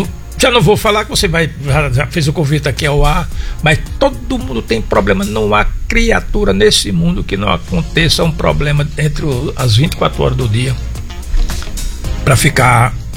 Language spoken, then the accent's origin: Portuguese; Mossoró, Rio Grande do Norte, Brazil; Nasci em Mossoró. Desde novinho, é.